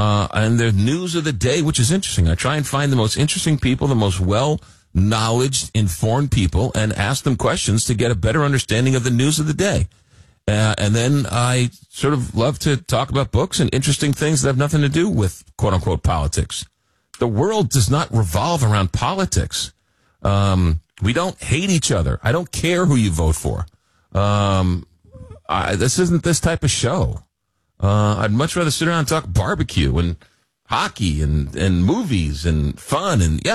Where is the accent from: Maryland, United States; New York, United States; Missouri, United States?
New York, United States; Well, first of all, I'm from New York. So, no, I don't eat pizza with a fork. I fold my pizza like any self-respecting New Yorker.